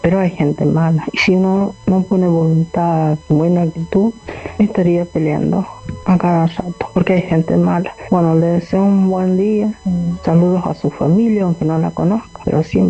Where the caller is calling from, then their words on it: Mendoza, Argentina; de Mendoza, la tierra del buen vino y el buen sol.